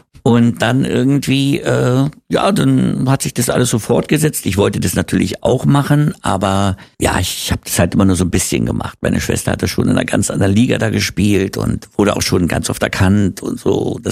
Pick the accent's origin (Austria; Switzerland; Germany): Germany; Berlin; Ja, und ich bin dann aber in Wittenau aufgewachsen.